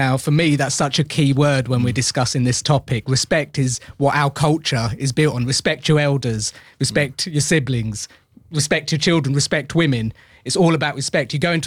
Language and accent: English; Gillingham, South East England, United Kingdom; I'm from Gillingham, wouldn't let me go to the football to watch the Gills